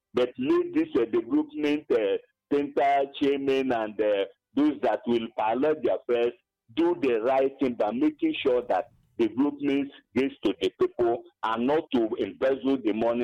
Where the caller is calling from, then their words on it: Enugu, Enugu State, Nigeria; I'm calling from Abapanike, Enugu.